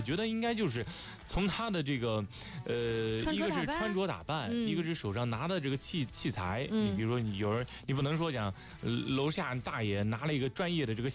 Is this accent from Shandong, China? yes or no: no; Hefei, Anhui, China; 我就说我是这个安徽合肥的